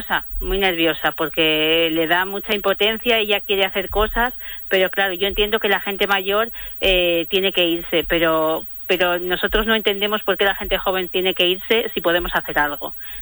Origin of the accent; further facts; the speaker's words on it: Fariza, Castile and León, Spain; Fariza, mi pueblo es Fariza, sí.